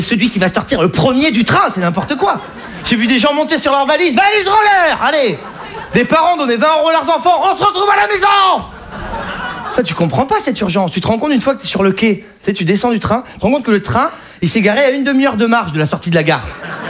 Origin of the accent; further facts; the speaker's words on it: Saint-Émilion, Nouvelle-Aquitaine, France; moved away as an adult; now in Paris, France; je viens de Saint-Émilion.